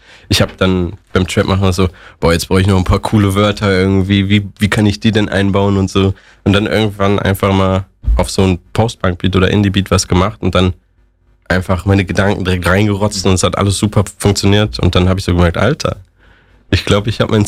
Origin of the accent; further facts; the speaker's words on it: Gladbach, North Rhine-Westphalia, Germany; Ich bin einfach der Typ aus Gladbach, ich chill mein Leben so